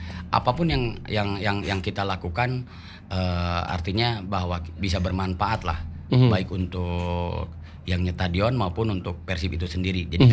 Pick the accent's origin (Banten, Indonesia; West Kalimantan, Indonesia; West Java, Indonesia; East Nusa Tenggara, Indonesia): West Java, Indonesia; Jadi bahwa kita canangkan bahwa kita ini orang Sunda.